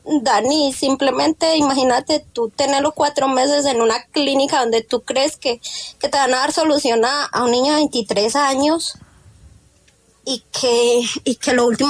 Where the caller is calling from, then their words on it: Pereira, Risaralda, Colombia; nosotros somos de Risaralda, o sea, de Pereira